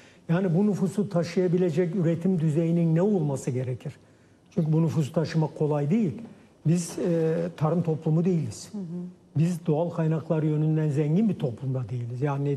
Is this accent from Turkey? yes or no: yes; Develi, Kayseri, Turkey; born there; now in Istanbul, Turkey; ben develden çıkıp İstanbul'a gelmeyi hiç istemezdim. Yani orada doğdum, orada büyümek, orada ölmek isterdim.